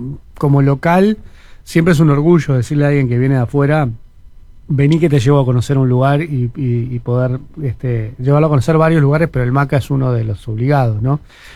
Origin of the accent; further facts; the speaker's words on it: Maldonado, Uruguay; somos dos cantautores de Maldonado